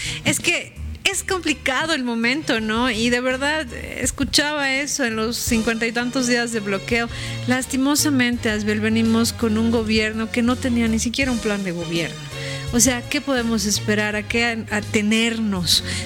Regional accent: Bolivia

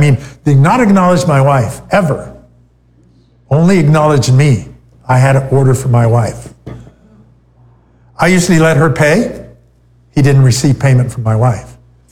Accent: Michigan, United States; I am offended that you even mentioned my hometown, Michigan.

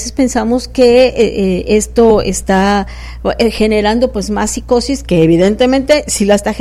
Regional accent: Mexico; Somos mexicanos y tenemos esa maña de que me puedo estirar un poquito la liga

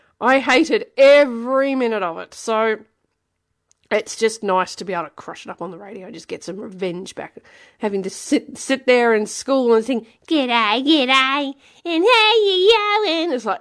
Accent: Australia; born there; I was born in Australia

